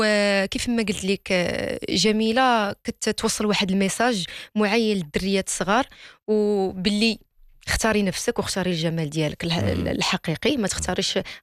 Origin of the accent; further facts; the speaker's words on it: Morocco; شنو ديت لهم انا من المغرب؟ ديت الثقافه ديالي والزين البلدي، ضروري ديت الثقافه ديالي والزين البلدي